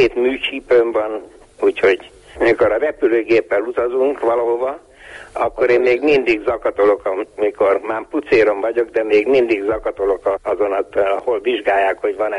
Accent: Berettyóújfalu, Hajdú-Bihar, Hungary; accent: Berettyóújfalu dialect; moved away as an adult; also born or lived in Cegléd; now in Germany; a kiejtésemen bizony érzik a Berettyóújfalvi társzólás, vagy a szeglédi.

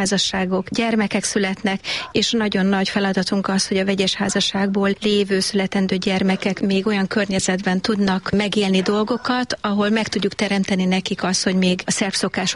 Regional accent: Hungary; first language Hungarian; Magyar. Magyar, abszolút. Én magyar lány vagyok, igen.

